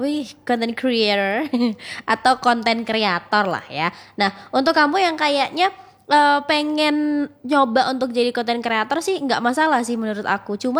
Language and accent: Indonesian; Java, Indonesia; Kayak gimana sih, contoh nih teman berdua, aku orang Jawa.